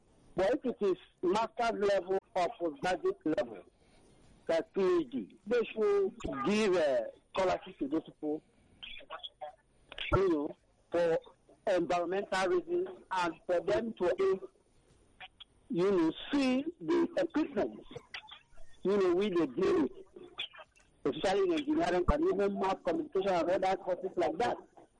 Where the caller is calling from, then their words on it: Abuja, Federal Capital Territory, Nigeria; I'm calling from Abuja in Scotland.